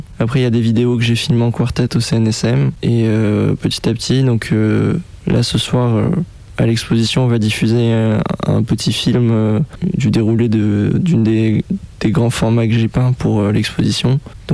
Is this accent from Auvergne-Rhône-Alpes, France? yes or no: no; Occitanie, France; born there; also born or lived in Douai / Amiens; now in Paris, France; j'ai commencé le conservatoire à 7 ans, dans le sud, en Aveyron